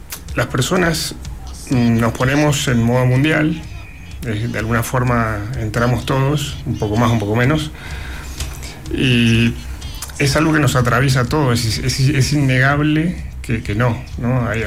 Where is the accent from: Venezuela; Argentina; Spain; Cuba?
Argentina; born there; Fútbol es un tema que nos atraviesa a todos como argentinos, mucho. A mí me atravesó desde chico, ¿no? Nací acá, en este país.